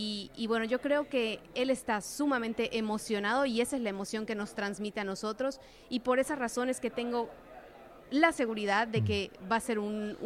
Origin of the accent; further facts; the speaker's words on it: Mexico; al menos para mí que soy mexicana